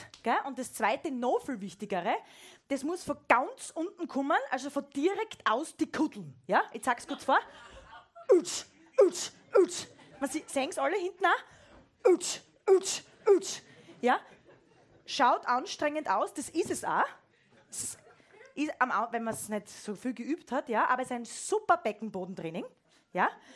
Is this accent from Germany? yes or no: no; Fürstenfeld, Styria, Austria; Ich komme aus Fürstenfeld, also aus der Oststeiermark.